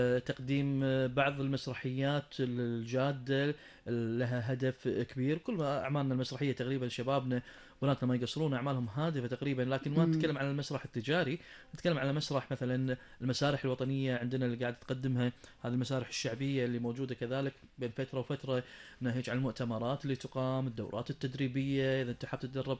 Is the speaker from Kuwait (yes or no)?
yes; Kuwait; لبلدنا الحبيبة الكويت